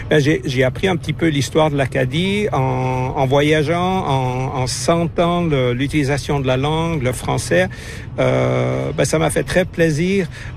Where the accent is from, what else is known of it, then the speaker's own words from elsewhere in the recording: Fribourg, Switzerland; moved away as an adult; now in Victoria, Canada; Ça fait 46 ans que je suis en fait à Victoria, 47 que je suis au Canada. Je viens de Suisse, de la Suisse francophone, la Suisse romande, canton de Fribourg.